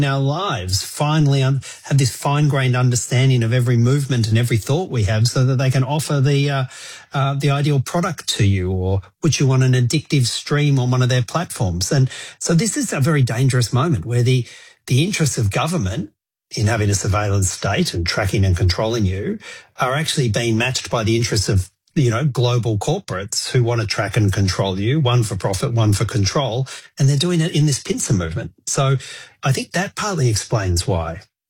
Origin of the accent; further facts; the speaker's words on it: New South Wales, Australia; my home state of New South Wales in Sydney